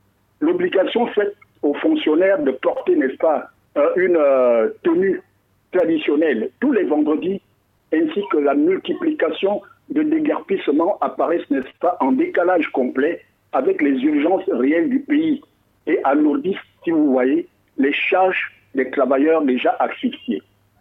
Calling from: Libreville, Estuaire, Gabon; du Grand Libreville.

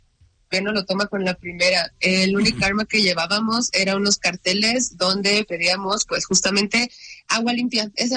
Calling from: Guadalajara, Jalisco, Mexico; Yo vivo en Guadalajara Centro. Okay. O sea, literal, estoy por donde está, pues sí, el centro histórico de Guadalajara

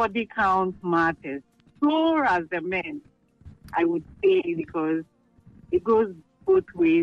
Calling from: Ashoman Estate, Greater Accra, Ghana; I'm calling from Ashoman Estate.

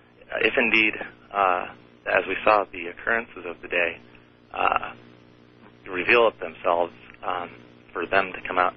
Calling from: Costa Mesa, California, United States; in Costa Mesa, California.

